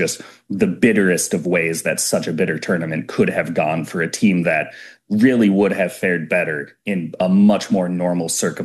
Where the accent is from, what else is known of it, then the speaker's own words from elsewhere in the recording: Minnesota, United States; You know, I'm from Minnesota, which is the land of we all do better.